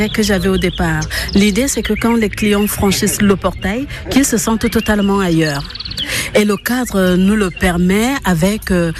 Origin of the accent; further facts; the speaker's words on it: Cameroon; Je viens du Cameroun et mon mari, dont monsieur l'homme, Samuel, aime beaucoup les épices.